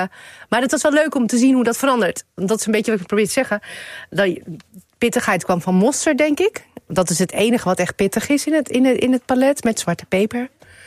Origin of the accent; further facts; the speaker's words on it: Leeuwarden, Friesland, Netherlands; Ik ben opgegroeid in Leeuwarden in Friesland, ja, met een Surinaamse moeder.